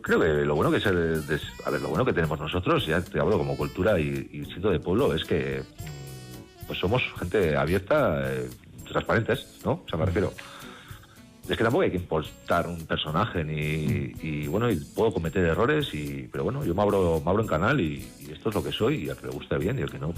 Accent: Navarre, Spain; a las merindades de Navarra, que pues eso, que habla un poco de cada merindad, un poco de amor a mi tierra.

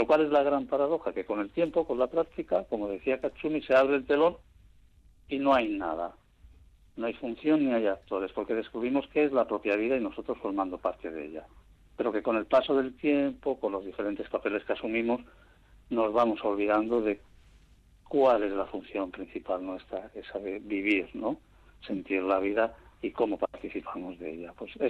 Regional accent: Bermeo, Basque Country, Spain; also born or lived in Barcelona; con mis raíces y con estos proyectos que me llevaron aquí a mi tierra, a Bermeo principalmente, donde fui a parar después de marchar de Barcelona.

